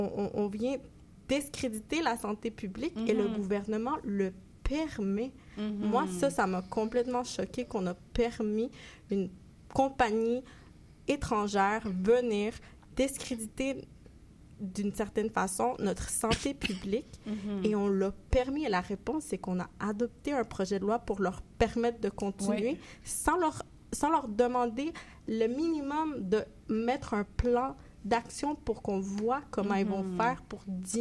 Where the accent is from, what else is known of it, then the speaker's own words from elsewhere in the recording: Colombia; il y a mon pays d'origine, en Colombie